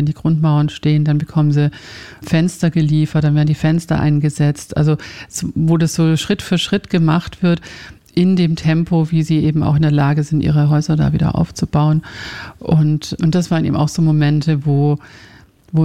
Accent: Finland; Also ich komme ja ursprünglich aus Finnland.

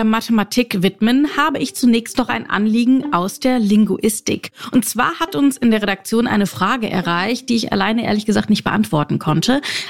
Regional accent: Rhineland-Palatinate, Germany; Also ich komme aus der Pfalz und wohne auch noch heute hier.

